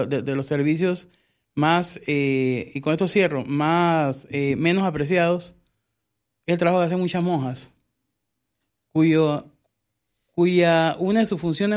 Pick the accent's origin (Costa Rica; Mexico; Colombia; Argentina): Costa Rica; now in Panama; yo soy de Costa Rica y en Costa Rica tiembla mucho.